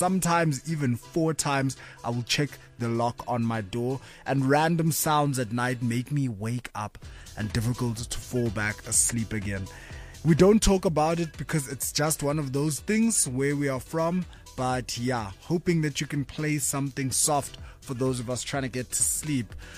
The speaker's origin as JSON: {"language": "English", "town": "Pietermaritzburg", "region": "KwaZulu-Natal", "country": "South Africa", "tie": "born or raised there", "said": "coming all the way from PMB, my hometown."}